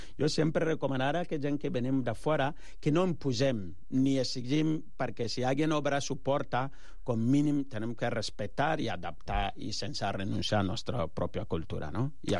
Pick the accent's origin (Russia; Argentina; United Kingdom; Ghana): Ghana; Catalan is a second language; now in Catalonia, Spain; jo soc de Ghana